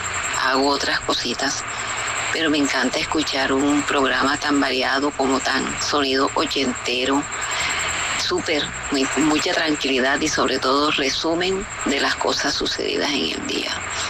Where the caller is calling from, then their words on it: Barranquilla, Atlántico, Colombia; Les hablo desde Barranquilla.